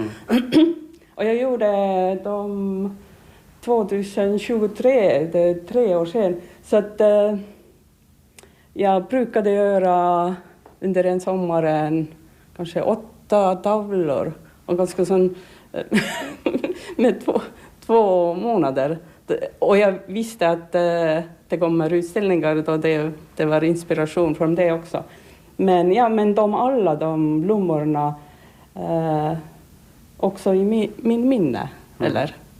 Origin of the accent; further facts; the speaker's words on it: Tallinn, Harju County, Estonia; now in Sweden; Att jag kom från Tallinn och det är alldeles annorlunda där.